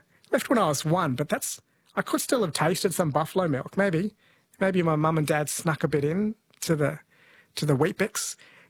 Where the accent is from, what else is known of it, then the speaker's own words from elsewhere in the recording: Kerala, India; born there; Manana in Malayalam, I was born in Kerala, means yesterday.